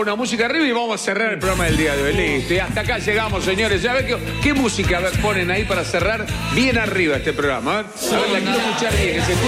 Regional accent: Argentina; somos familia los argentinos

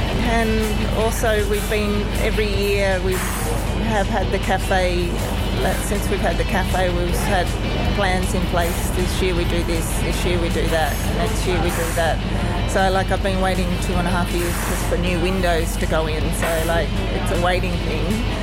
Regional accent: Western Australia, Australia; born there; now in Tennant Creek, Australia; I was born in Northcliff or Pemberton area in West Australia, which is really farming country and carry territory country.

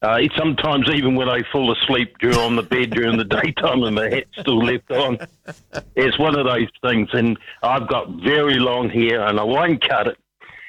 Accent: Wanaka, Otago, New Zealand; Listen, mate, I'm from Wanaka. I do fishing every day of the week now. I'm retired.

